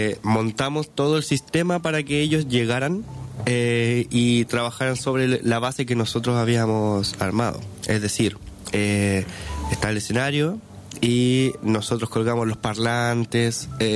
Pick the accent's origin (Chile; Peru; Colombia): Chile; soy de Chile